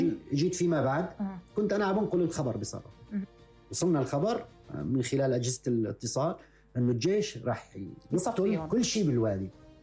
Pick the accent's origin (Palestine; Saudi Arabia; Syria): Syria; Idlib Governorate